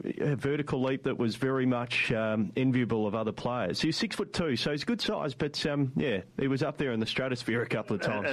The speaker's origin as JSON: {"language": "English", "town": "Sydney", "region": "New South Wales", "country": "Australia", "tie": "born or raised there", "also_born_or_lived": "United Kingdom", "said": "Born in 1978, I was raised in Sydney, Australia, and played for the Socceroos from 1996 to 2013, featuring 96 times for the national team, as well as captaining."}